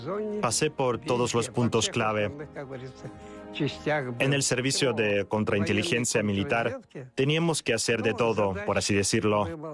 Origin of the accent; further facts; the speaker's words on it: Belarus; Nosotros los bielorrusos